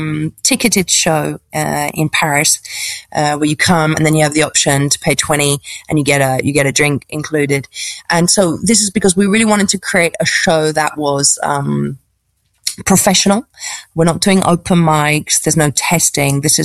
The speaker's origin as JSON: {"language": "English", "region": "England", "country": "United Kingdom", "said": "I think as an English Anglo-Saxon person where, you know, we have to start working because everything's so expensive all the time"}